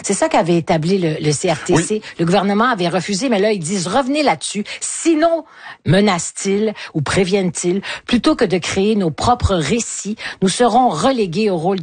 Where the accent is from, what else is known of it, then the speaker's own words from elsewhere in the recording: Ukraine; Je suis ukrainienne.